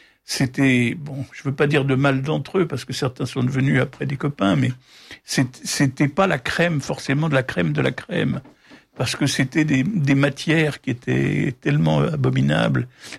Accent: Paris, Île-de-France, France; je suis parisien, je veux quand même retrouver ma famille à Paris.

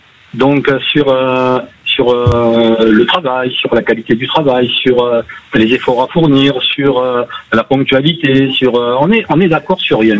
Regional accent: Béziers, Occitanie, France; also born or lived in Pézenas; now in Lavaur, France; je suis un Biterrois de naissance.

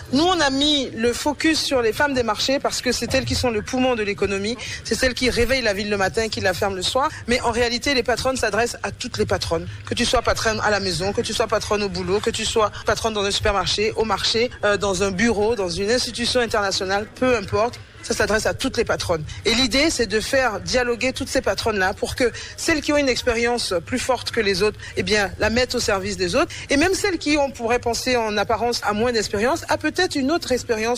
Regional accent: Benin; On va commencer avec le Bénin parce que je suis béninoise, née, grandie ici.

